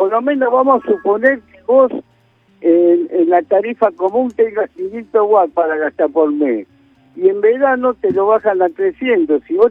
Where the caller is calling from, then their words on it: Buenos Aires, Argentina; de Colegial